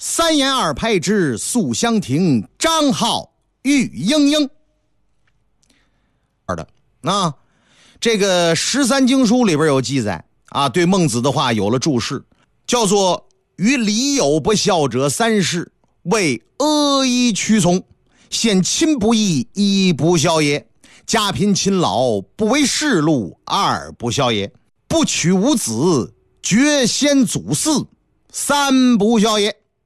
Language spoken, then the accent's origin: Chinese; Northeast China, China; accent: Northeastern dialect; 按照我们东北话讲，